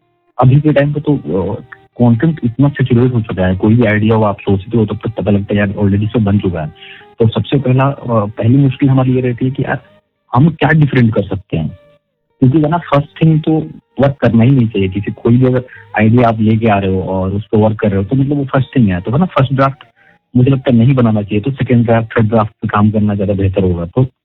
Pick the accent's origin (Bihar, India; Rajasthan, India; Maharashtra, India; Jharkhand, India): Bihar, India; मैं बिहार से हूँ